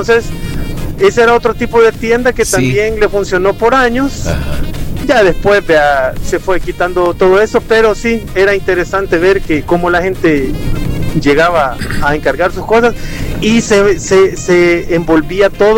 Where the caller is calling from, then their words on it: Comasagua, La Libertad, El Salvador; yo soy del pueblo de Comasagua, mi mamá tuvo tienda, pero una tienda de ropa, que solo funcionaba sábados y domingos.